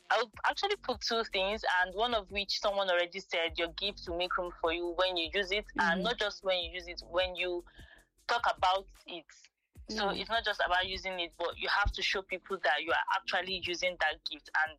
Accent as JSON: {"language": "English", "region": "Delta", "country": "Nigeria", "moved": "yes", "lives_now": "Abuja, Nigeria", "said": "I'm a Nigerian from Delta State, to be precise."}